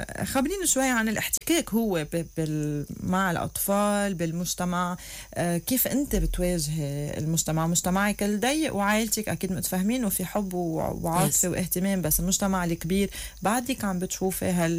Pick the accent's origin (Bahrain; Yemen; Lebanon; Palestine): Lebanon; بدي افتح مزدوجين انه هنتنا كلبنانيين كيف بعدنا صامدين بهالبلد.